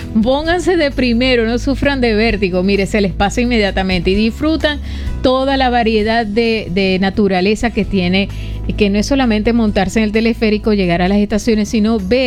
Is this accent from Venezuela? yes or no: yes; Venezuela; nosotros, los venezolanos